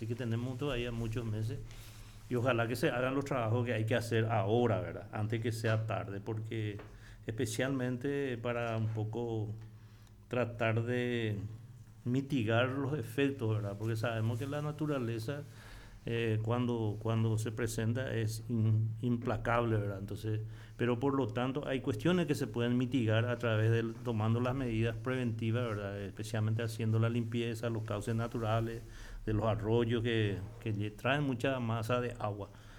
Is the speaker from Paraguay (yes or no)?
yes; Paraguay